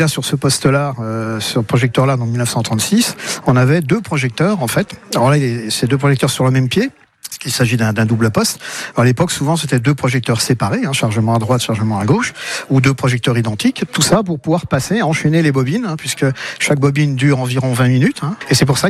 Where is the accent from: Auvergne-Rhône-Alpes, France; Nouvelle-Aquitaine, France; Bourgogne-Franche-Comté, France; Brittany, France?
Bourgogne-Franche-Comté, France; Montbard; born there; also born or lived in Dijon; Alors, dans les salles de cinéma de Montbard, ma ville natale, au tout début, j'étais très jeune, et puis ensuite à Dijon, à la fin de mes études, voilà.